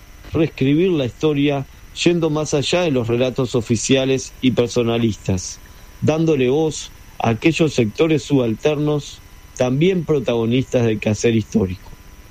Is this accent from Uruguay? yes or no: yes; Uruguay; Como uruguayos, la conmemoración de la batalla de Sarandí de 1825 tiene más significancia